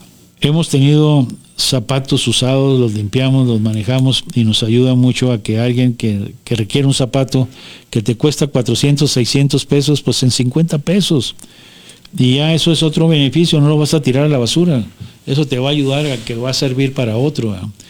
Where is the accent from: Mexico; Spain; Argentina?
Mexico; No dejemos de declinar que somos mexicanos.